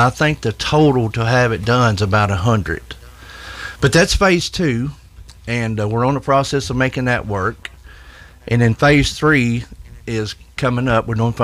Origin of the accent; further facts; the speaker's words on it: United States; I was born and raised in District 2 out on Harris Road.